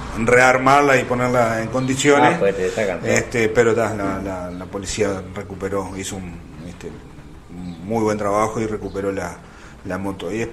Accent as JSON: {"language": "Spanish", "region": "Salto", "country": "Uruguay", "said": "yo soy salteño."}